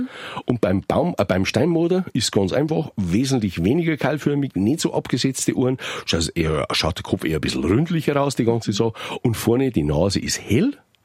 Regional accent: Bavaria, Germany; Das ist recht schön, das ist bei uns im Bayerischen Wald, im Bayerwald-Bote mal erklärt

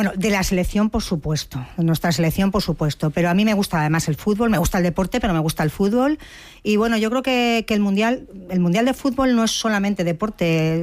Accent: Spain; yo a él también le trasladé pues todo mi apoyo, no solamente como ministra, sino como española, como forofa del fútbol y de nuestra selección.

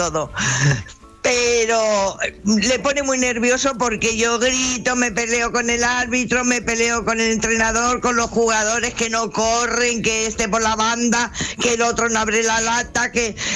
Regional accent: Madrid, Community of Madrid, Spain; now in Barcelona, Spain; Yo soy de Madrid. Yo vivo aquí en Barcelona hace muchísimos años, pero soy de Madrid y he nacido al lado del campo del Atlético de Madrid.

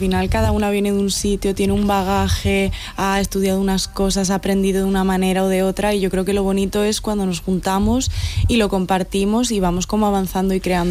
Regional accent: Madrid, Community of Madrid, Spain; Sí, de Madrid.

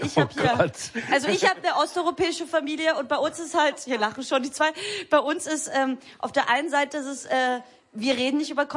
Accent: Vienna, Austria; Gut, ich aber als Wienerin mache ein Auge zu, aber ich finde das schlimm.

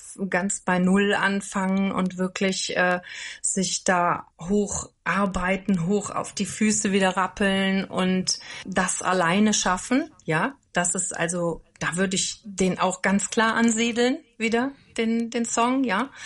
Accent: Andernach, Rhineland-Palatinate, Germany; ich komme gebürtig aus Andernach und bin im Pohltal aufgewachsen. Das ist da am See

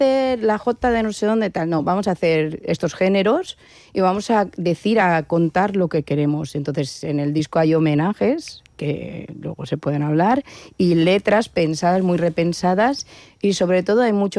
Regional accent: Valencia, Valencian Community, Spain; Y aunque yo soy de Valencia, yo me siento de pueblo, porque es como me han criado, con esos valores.

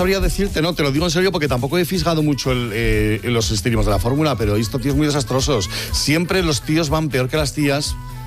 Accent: Community of Madrid, Spain; Nosotros, yo soy madrileño, pero soy de madre aragonesa.

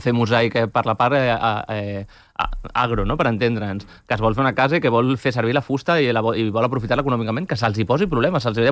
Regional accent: Catalonia, Spain; Ets el Sobirà també, doncs mira, som del mateix Pallars, llavors.

